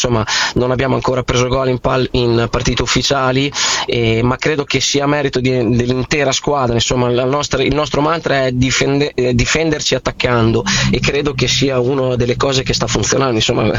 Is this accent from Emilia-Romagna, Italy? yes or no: yes; Emilia-Romagna, Italy; io sono di quelle zone là vicino, sono romagnolo come origine.